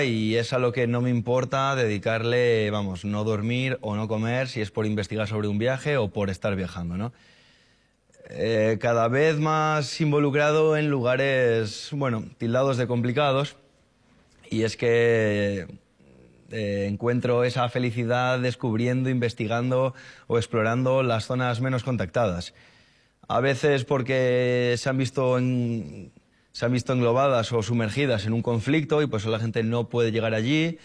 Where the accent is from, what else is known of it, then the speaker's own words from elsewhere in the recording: Castro Urdiales, Cantabria, Spain; otro joven de mi misma edad y allí en Casturdiales, en Cantabria, donde yo me he criado